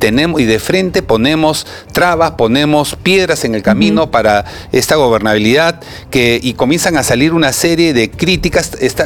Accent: Peru; soy un peruano

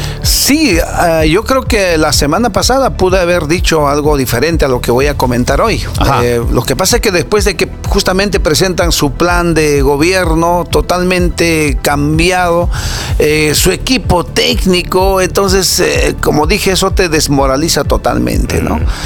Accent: Andes, Peru; yo soy quechua, soy andino, amazónico

